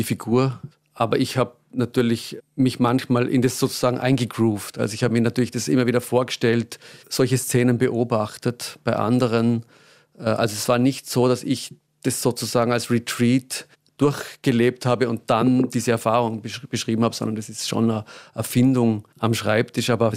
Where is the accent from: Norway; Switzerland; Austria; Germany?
Austria; Wenn ich das als Österreicher schreibe, hat das auch etwas Politisches.